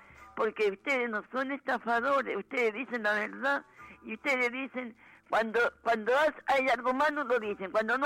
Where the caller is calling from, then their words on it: Santiago, Santiago Metropolitan Region, Chile; De aquí, de Franklin, de Santiago con Franklin.